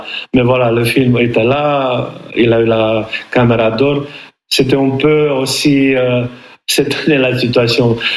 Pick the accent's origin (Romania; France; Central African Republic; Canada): Romania; Săcele, Brașov County; French is a second language; Moi, je suis vraiment un enfant de la montagne. J'habite à Brașov, à Săcele. C'est un territoire d'une beauté extraordinaire à côté du Brașov, Săcele. On a tous les montagnes autour de nous, Ciucaș, Piatra Mare. J'ai grandi dans les montagnes.